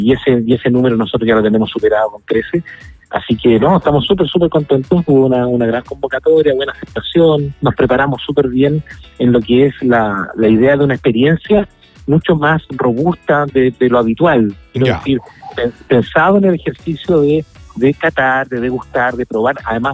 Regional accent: Chile; tú sabes que como chilenos y además viviendo los tiempos que llevamos

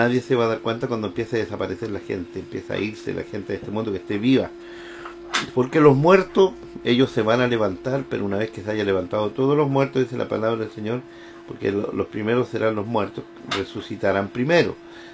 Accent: Chile; nosotros somos el país de Chile

